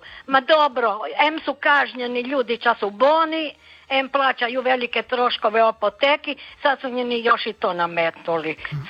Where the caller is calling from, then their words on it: Croatia; jer ja sam sa Vidikovca.